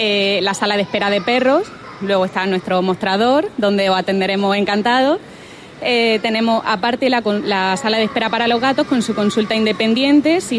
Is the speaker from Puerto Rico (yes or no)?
no; Granada, Andalusia, Spain; born there; Granada, que es mi ciudad natal y le tengo un cariño especial.